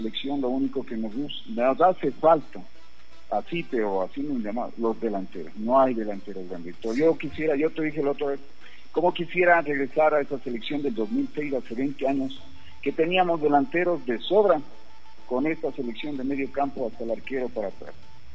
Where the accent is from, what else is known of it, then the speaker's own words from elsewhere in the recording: Ecuador; No perdamos las esperanzas como buenos ecuatorianos.